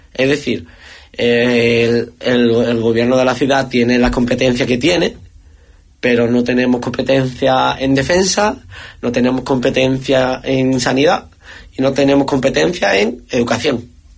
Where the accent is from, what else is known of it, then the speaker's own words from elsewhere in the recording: Ceuta, Spain; los 82.000, 83.000 habitantes que somos de Ceuta ya hemos demostrado por la fuerza, por las situaciones, hemos demostrado que somos españoles, pero más españoles que los propios que viven en la península.